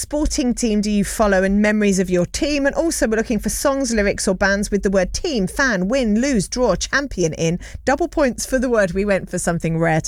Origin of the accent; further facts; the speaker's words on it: Enfield, London, United Kingdom; born there; when I was born in Enfield